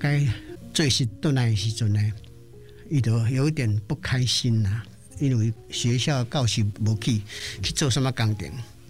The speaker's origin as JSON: {"language": "Chinese", "region": "Yilan County", "country": "Taiwan", "moved": "yes", "lives_now": "Hualien, Taiwan", "said": "我是宜兰人。"}